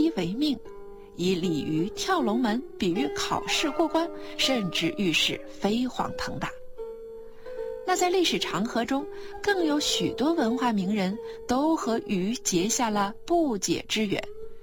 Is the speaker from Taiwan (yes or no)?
no; China; 几千年来我们中国人对鱼的偏爱和钟情却始终不变。